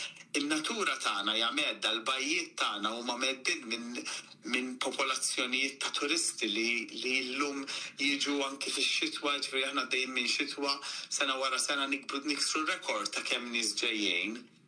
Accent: Rabat, Gozo, Malta; Jien mir-Rabat għawdex, ġifrina l-ġenituri tiegħi it-tnejn mir-Rabat u anke n-nanniet

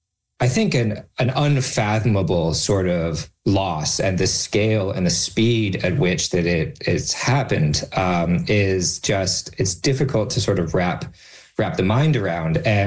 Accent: Calgary, Alberta, Canada; I have been interested in extinction since I was a kid growing up in Calgary and going out to Drumheller on the weekends and digging for dinosaur bones

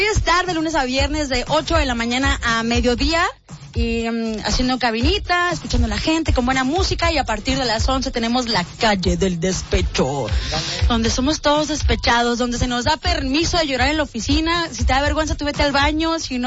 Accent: Chihuahua, Mexico; also born or lived in Monterrey; now in Ciudad Juárez, Mexico; originaria soy chihuahuita, pero ojo, yo no soy como los de allá, tranquilo, órale, yo no soy así. Soy de Chihuahua, pero duré un rato viviendo en Monterrey, ahí andando en varias partes de México también.

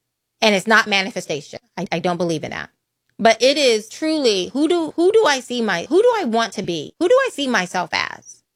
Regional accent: United States; I'm being very American and heavy-tongued

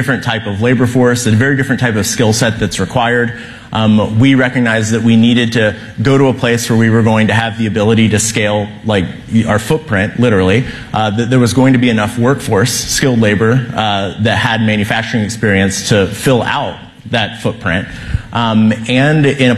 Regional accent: Ohio, United States; I'm from Ohio originally.

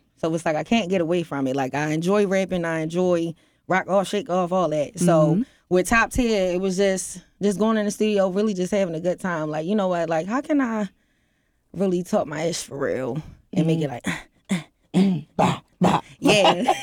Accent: Baltimore, Maryland, United States; I grew up in Cherry Hill, always went to school over west.

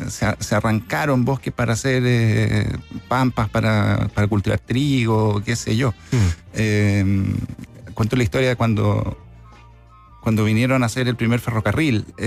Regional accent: Santiago, Santiago Metropolitan Region, Chile; moved away; also born or lived in southern Chile; yo soy originario de Santiago, después me fui al sur y después volví a Santiago.

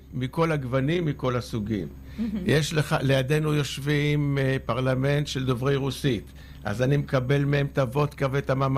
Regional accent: Netanya, Central District, Israel; born there; נולדתי פה, וזה עיר יפהפייה.

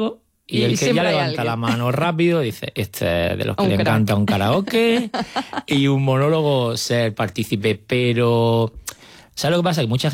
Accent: Almería, Andalusia, Spain; Y a mí también me encanta Almería, actuar en Almería. Aunque sea mi tierra, como juego en casa, me gusta mucho.

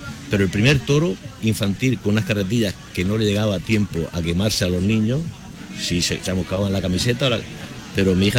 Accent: Pulpí, Andalusia, Spain; soy almeriense, pero soy pulpileño.

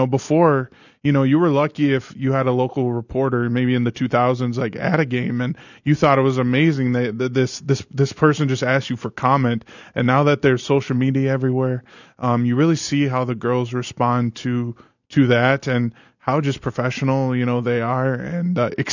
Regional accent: Chicago, Illinois, United States; And I'm from Chicago and it's cool to watch this small town, you know, whatever.

